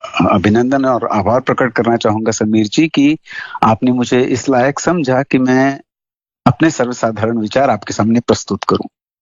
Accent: Karnataka, India; मैं कर्नाटका से हूं और बस अपनी 60 साल की जिंदगी में

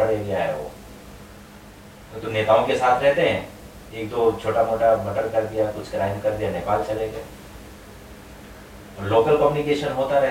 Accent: Uttar Pradesh, India; born there; moved away as an adult; मैं first time बाहर निकला सर गाँव से, जब मैं लखनऊ गया इंजीनियरिंग करने.

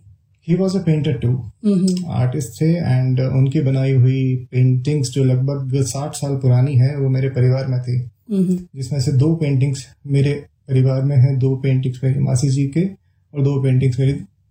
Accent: Kangra, Himachal Pradesh, India; born there; also born or lived in Ropar, Punjab; मैं नगरोटा सूर्या के समीप एक कटोरा गांव है, वहाँ का रहने वाला हूँ।

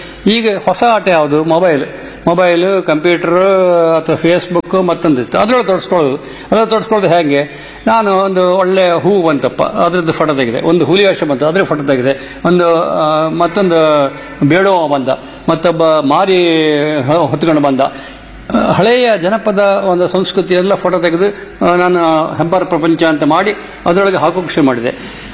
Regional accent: Kundapur, Karnataka, India; accent: Kundapura Kannada; ನಮ್ಮ ಮನೆಯಲ್ಲಿ ನಾವೆಲ್ಲ ಕುಂದಾಪುರ ಕನ್ನಡಗೆ ಬಯಸಿಕೊಂಬುದು, ಮನೆಯೊಳಗೆ ಕುಂದಾಪುರ ಕನ್ನಡದಿಗೆ ಹಾಸ್ಯ ಮಾಡೋದು

